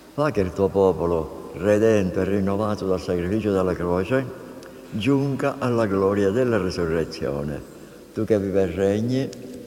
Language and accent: Italian; Cefalù, Sicily, Italy; E ovunque, non crediate, io vengo da Cefalù e Puglia Sottana, compagni tutti, tutti compagni e compagni.